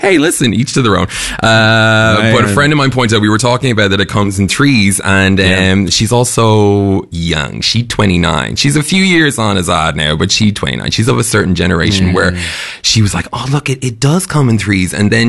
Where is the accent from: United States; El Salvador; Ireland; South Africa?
Ireland; I'm Irish. I'm prefacing this right now with saying we are Irish. We make fun of death.